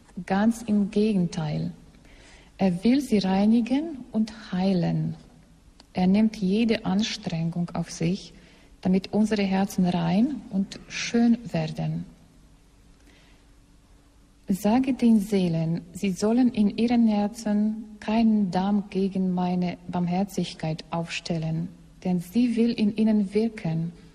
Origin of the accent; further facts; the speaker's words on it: Poland; German is a second language; In meiner Heimat, also in Polen, sagt man ein solches Sprichwort.